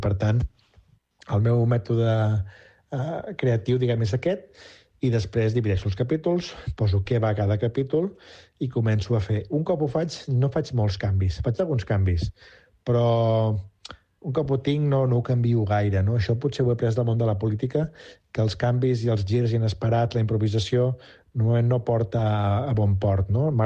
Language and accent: Catalan; Catalonia, Spain; De llegendes, de mites, mitologies, en aquest cas catalanes, perquè sóc català